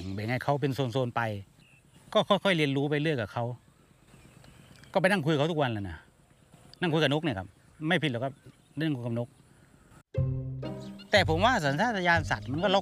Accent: Ranot, Songkhla, Thailand; ซึ่งที่นี่เป็นบ้านเกิดผม

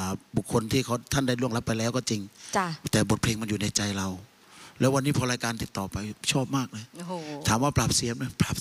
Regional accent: Southern Thailand, Thailand; ด้วยความเป็นคนใต้เนี่ยคำว่าเวียนครกนี่มันเหมือนกับเราโตมาเกิดมาปุ๊บ

